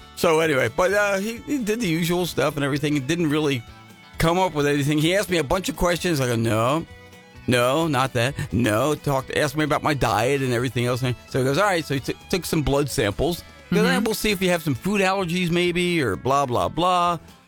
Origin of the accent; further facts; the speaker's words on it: New Jersey, United States; I'm from Jersey